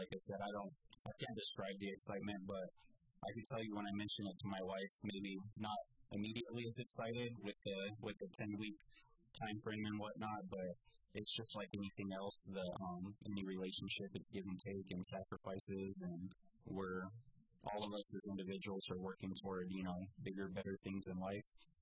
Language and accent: English; Las Cruces, New Mexico, United States; moved away as an adult; now in Farmington, United States; I am from Doniana County, which is the Las Cruces area, pretty much born and raised there. And, you know, moving from there to here